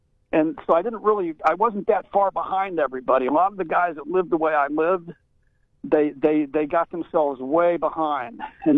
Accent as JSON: {"language": "English", "town": "Aurora", "country": "United States", "tie": "born or raised there", "said": "I grew up in Aurora."}